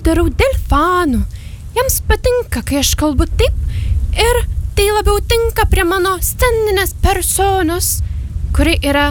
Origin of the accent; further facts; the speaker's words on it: Vilnius, Vilnius County, Lithuania; Aš augau Pašilaičiuose, supiausi ant virvės skalbinams ir man gimė tokia muzikėlė ir tokia mintelė